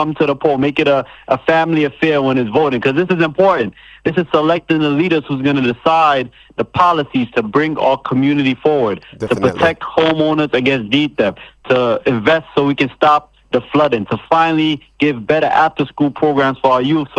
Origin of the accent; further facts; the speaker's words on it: Brooklyn, New York, United States; I am born and raised in Southeast Brooklyn. I am the son of immigrants from Sierra Leone, West Africa.